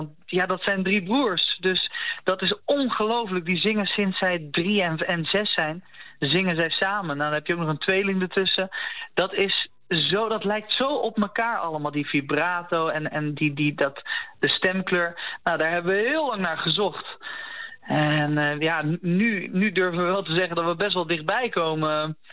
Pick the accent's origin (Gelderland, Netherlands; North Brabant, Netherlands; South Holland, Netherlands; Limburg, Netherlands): South Holland, Netherlands; The Hague; Ik kom zelf ook uit Den Haag.